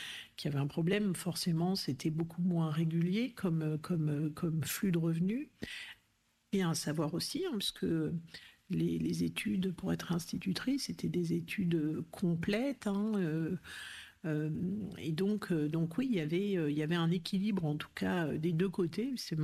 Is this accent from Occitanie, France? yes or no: no; Clermont-Ferrand, Auvergne-Rhône-Alpes, France; also born or lived in Aveyron; Alors, j'ai grandi à Clermont-Ferrand, enfin majoritairement, puisque mes parents, mon père avait été muté à Clermont.